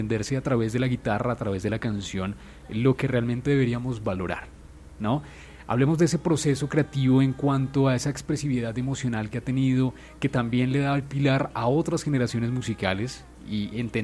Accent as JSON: {"language": "Spanish", "country": "Colombia", "said": "como cuando somos colombianos"}